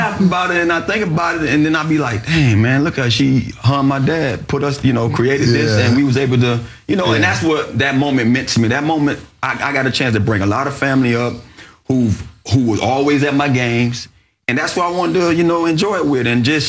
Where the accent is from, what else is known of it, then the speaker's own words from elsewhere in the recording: Miami, Florida, United States; I'm from Miami